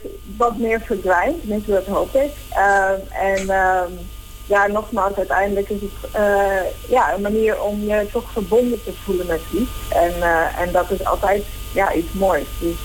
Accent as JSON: {"language": "Dutch", "town": "Emmen", "region": "Drenthe", "country": "Netherlands", "said": "Ik kom uit Emmen."}